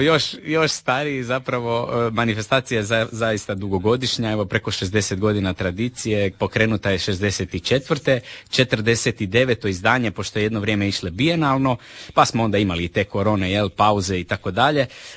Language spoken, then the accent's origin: Croatian; Istria County, Croatia; mi to najbolje znamo kod nas u Istri